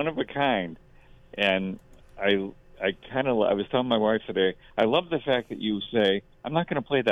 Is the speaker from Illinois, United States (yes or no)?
yes; Chicago, Illinois, United States; I grew up in Chicago.